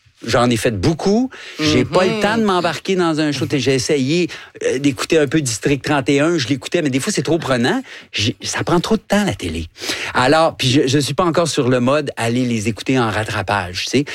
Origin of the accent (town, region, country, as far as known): Guadeloupe, France; born or raised there